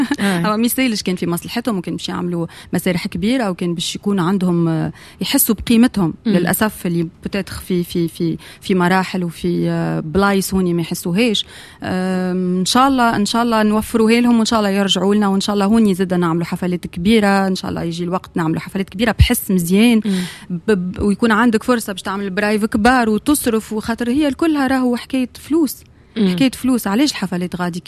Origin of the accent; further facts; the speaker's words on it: Tunisia; ليه انا كتونسيه نفضل نسمع اغنيه تنجم راه مش نحكي طبع تونسي